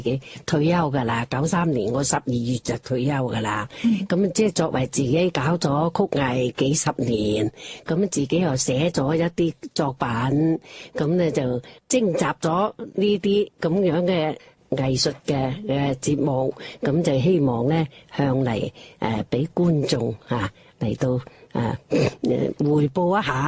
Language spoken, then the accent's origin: Cantonese; Foshan, Guangdong, China; also born or lived in Nanhai; 因为我系佛山人。我南海出世啊，佛山啊嘛，